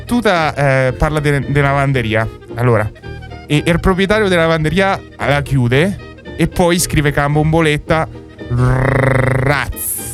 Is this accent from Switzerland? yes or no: no; Livorno, Tuscany, Italy; now in Rome, Italy; vengo da Livorno e si sente da il mio accento che vendo da Livorno, no?